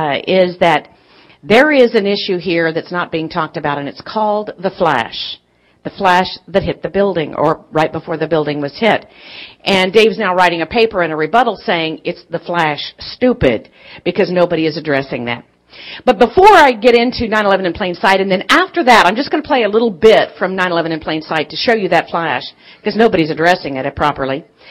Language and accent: English; Kansas, United States; Number one, I'm from Kansas, and it was Air Force.